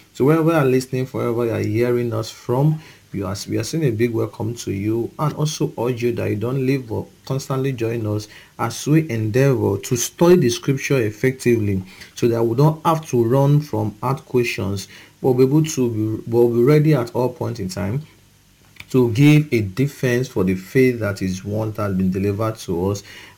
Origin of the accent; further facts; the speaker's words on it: Okada, Edo, Nigeria; from Okada Town, Edo State, Nigeria.